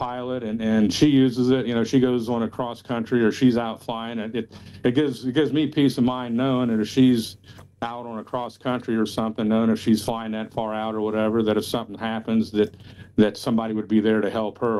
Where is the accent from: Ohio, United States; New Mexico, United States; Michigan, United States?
Ohio, United States; Dayton; Yeah, we're from Dayton.